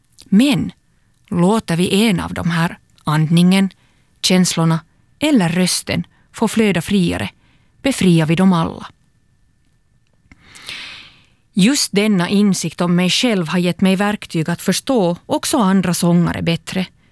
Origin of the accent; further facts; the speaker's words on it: Turku, Southwest Finland, Finland; från Åbo och tänkte berätta om vilken roll psalmen … haft för mig.